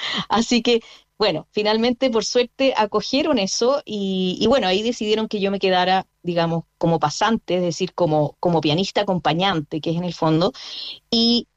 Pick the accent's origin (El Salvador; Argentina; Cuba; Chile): Chile; San Rosendo, Biobío; Y creo que yo vengo de San Rosendo.